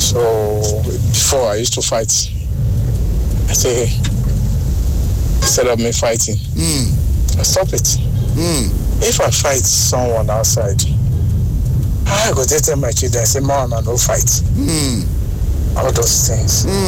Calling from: Nigeria; I'm calling from Elelewon.

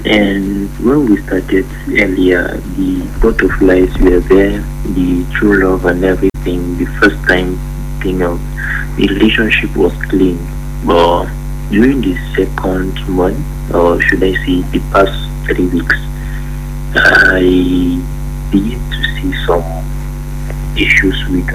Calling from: Greece; I'm calling from Greece.

